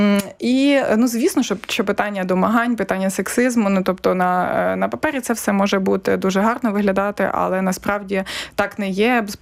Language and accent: Ukrainian; Volyn Oblast, Ukraine; я з Волинської області